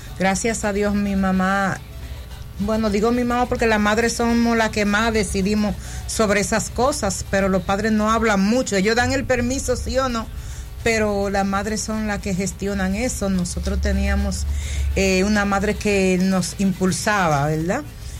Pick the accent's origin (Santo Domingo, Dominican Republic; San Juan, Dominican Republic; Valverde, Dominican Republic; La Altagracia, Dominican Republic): La Altagracia, Dominican Republic; Higüey; los demás nacieron allá en el campo, en Hato de Mana. Pero igual me crié ahí y no recuerdo bien si fue a los 14 años que salí o antes a vivir nuevamente para Higüey.